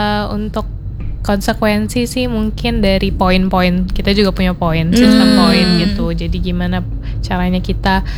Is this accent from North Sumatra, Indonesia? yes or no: yes; Medan, North Sumatra, Indonesia; moved away as an adult; now in Surabaya, Indonesia; aku tuh asal dari Medan, Sumatera Utara.